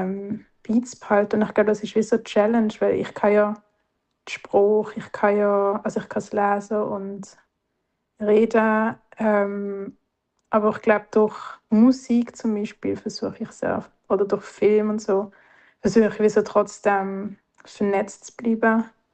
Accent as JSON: {"language": "German", "country": "Switzerland", "tie": "born or raised there"}